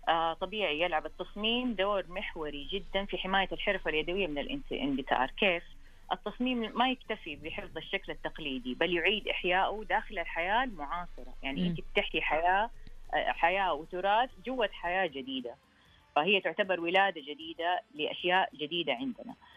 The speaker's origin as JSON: {"language": "Arabic", "region": "Hejaz", "country": "Saudi Arabia", "said": "عندنا في الحجاز"}